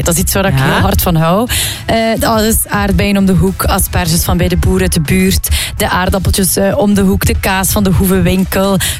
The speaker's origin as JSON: {"language": "Dutch", "region": "Flanders", "country": "Belgium", "said": "Bijvoorbeeld bij mij in de buurt, ik ben van het Meetjesland, heb je een website, Goeste Meetjesland"}